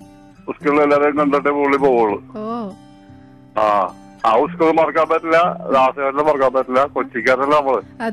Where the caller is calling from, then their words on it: Kochi, Kerala, India; ഞാനിപ്പോ താമസിക്കുന്നത് സൗത്തില്. എറണാകുളം ഇതില്ല, കർഷക റോഡില്ല, സൗത്ത് റെയിൽവേ സ്റ്റേഷൻ്റെ അടുത്ത്.